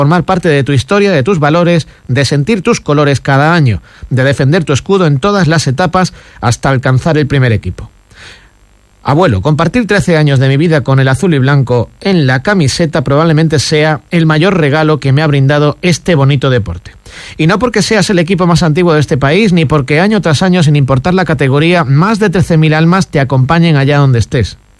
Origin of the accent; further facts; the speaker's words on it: Huelva, Andalusia, Spain; Soy onubense, soy recreativista, quiero a mi ciudad y quiero a mi equipo.